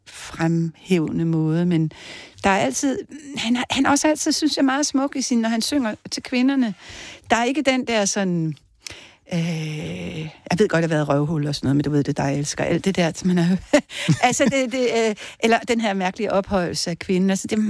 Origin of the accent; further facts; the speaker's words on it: Aarhus, Central Denmark Region, Denmark; moved away; jeg er jo egentlig fra Aarhus.